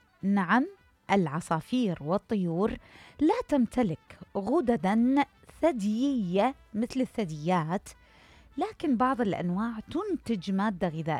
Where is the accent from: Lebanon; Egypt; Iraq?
Iraq; أكو تعبيرات عندنا بالعراق